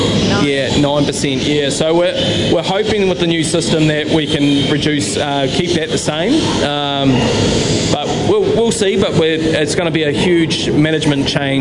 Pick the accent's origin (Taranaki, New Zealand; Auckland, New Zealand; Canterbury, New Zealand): Taranaki, New Zealand; Opunake; from Stanley Bros here in Openeki, Taranaki.